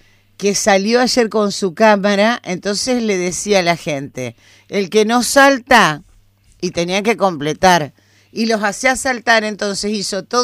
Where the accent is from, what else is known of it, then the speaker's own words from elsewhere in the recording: Argentina; los argentinos somos argentinos y no nos parecemos a nadie